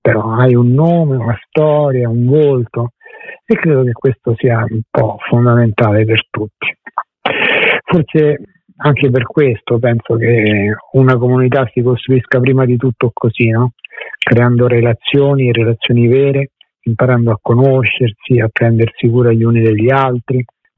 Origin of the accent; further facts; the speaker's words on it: Rome, Lazio, Italy; Io sono nato e cresciuto a Roma, sono entrato in seminario, al Seminario Romano Maggiore